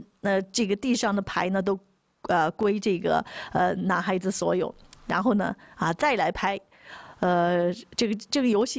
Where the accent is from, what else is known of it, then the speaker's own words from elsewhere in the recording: Guangdong, China; 我们广东话叫扮舅舅